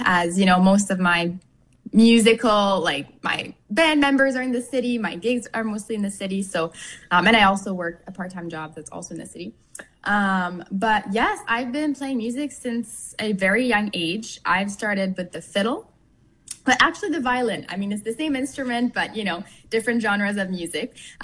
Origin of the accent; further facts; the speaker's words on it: Canada; I mean, I'm French Canadian. So in our roots and in my blood, there's like the fiddle, like the trad French music.